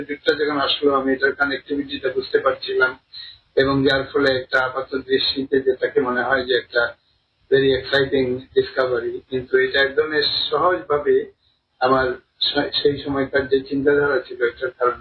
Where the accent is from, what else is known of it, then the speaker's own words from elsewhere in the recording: Bangladesh; আমি যেহেতু বাংলাদেশের মানুষ